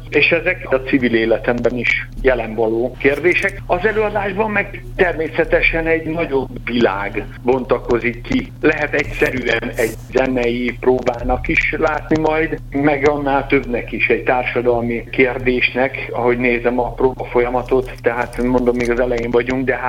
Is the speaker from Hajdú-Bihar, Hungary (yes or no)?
yes; Debrecen, Hajdú-Bihar, Hungary; also born or lived in Budapest; ismét visszakerültem a szülővárosomba, mármint a diploma után.